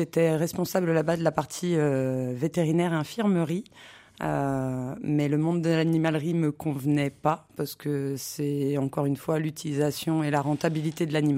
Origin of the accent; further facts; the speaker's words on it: Île-de-France, France; moved away as an adult; now in La Roche-sur-Yon, France; Oui, je suis native de région parisienne, j'ai grandi en Seine-et-Marne. Et je suis arrivée en Vendée, à La Roche-sur-Yon, il y a un peu plus de 10 ans maintenant